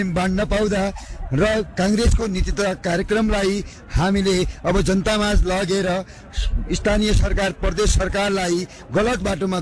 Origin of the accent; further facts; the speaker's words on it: Sudurpashchim Province, Nepal; बहिनी, म दार्चुला जिल्ला सुदूरपश्चिम प्रदेशको दार्चुला जिल्लाबाट, म ब्यास गाउँपालिका हो मेरो घर।